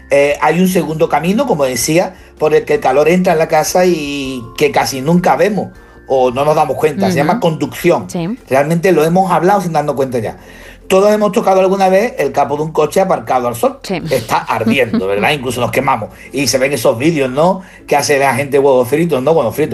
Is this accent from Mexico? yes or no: no; Seville, Andalusia, Spain; Sevilla, yo no he vivido esa juventud y esa infancia.